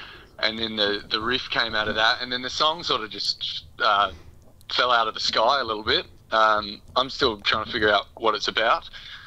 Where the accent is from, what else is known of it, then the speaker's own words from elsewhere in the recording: Bunbury, Western Australia, Australia; I mean, I grew up in Bunbury. We're a little bit closer.